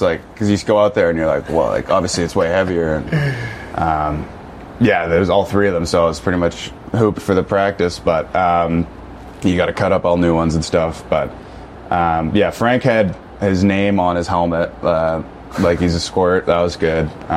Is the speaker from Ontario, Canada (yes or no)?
yes; Carp, Ontario, Canada; Oh, Carp. No, I'm from Carp. Nobody knows Carp, though.